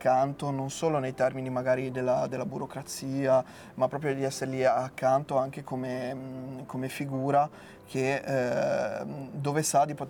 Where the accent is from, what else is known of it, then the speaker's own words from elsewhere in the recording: Genoa, Liguria, Italy; Sono di San Pier d'Arena, sono nato.